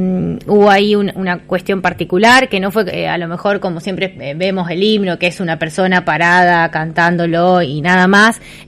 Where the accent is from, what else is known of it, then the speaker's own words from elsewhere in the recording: Santa Fe, Argentina; no solo la Sole ahí representando a nuestra provincia